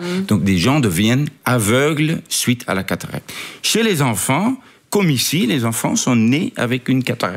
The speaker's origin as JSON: {"language": "French", "region": "Bujumbura", "country": "Burundi", "tie": "born or raised there", "said": "J'ai grandi à Bujumbura."}